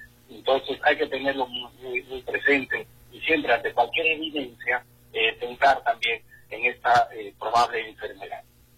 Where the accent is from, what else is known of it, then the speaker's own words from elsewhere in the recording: Amazonas, Peru; moved away; a mi querida región de Amazonas y a mi pueblo de Soroco y Loico.